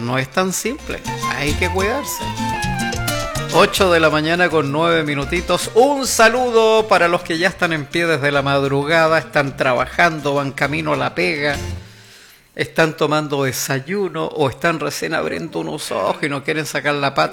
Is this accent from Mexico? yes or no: no; Chile; aquí somos chilenos todo el año.